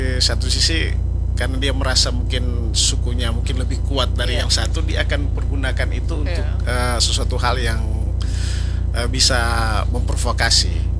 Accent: Manado, North Sulawesi, Indonesia; moved away; also born or lived in Bandung / Banjarmasin; identitas saya adalah kayak saya orang Minahasa, Manado, suku Kawanoa.

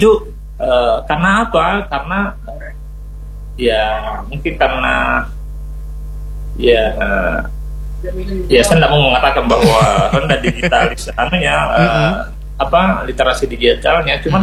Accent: South Sulawesi, Indonesia; jangan sampai rasa solidaritas dan kekeluargaan kita sebagai orang Sulsel ya

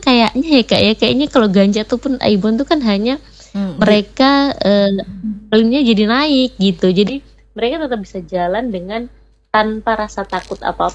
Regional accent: Manokwari, West Papua, Indonesia; Contohnya karena memang saya orang Manokwari ya kak, kemarin balik ke Manokwari

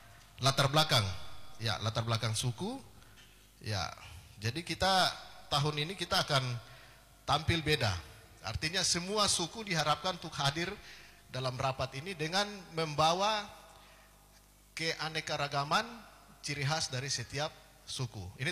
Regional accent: East Nusa Tenggara, Indonesia; macam saya ini kan orang Timor.

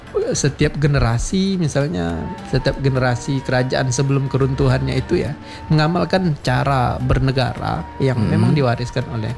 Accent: Siak, Riau, Indonesia; kalau di Siak ini kan banyak makam-makam yang tua juga, termasuk di kampung saya

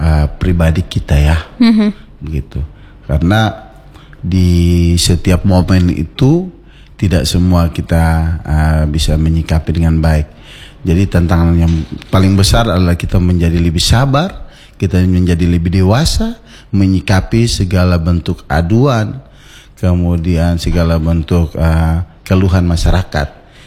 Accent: Rote Ndao, East Nusa Tenggara, Indonesia; Sebagai putra Rotendao

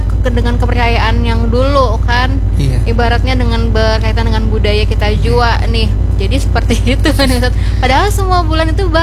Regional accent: South Kalimantan, Indonesia; bulan Muharram, jam kita orang Banjar nih kan biar orang tuh bulannya panasan ya

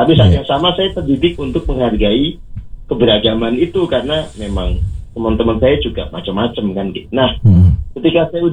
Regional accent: Magelang, Central Java, Indonesia; also born or lived in Cirebon / Bali; Jadi kan saya ini masa kecil itu dulu pernah di Kota Magelang, Bung Sapir. Kemudian juga pernah di Cirebon, pernah di Bali ya.

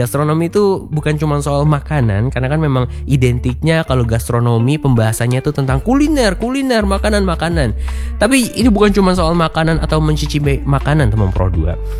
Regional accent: Java, Indonesia; kita yang dari Jawa

